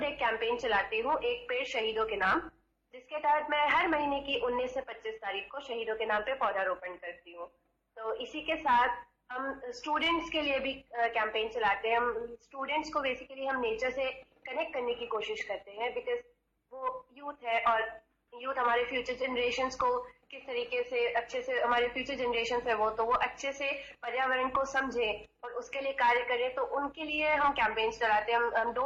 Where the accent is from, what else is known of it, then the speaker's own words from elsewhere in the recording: Kanpur, Uttar Pradesh, India; also born or lived in Bacheli; मैं बेसिकली तो मैं यूपी से बिलोंग करती हूँ, कानपुर से हूँ मैं, बट हम यहाँ शिफ्ट कर गए थे दंतेवाड़ा बचेली में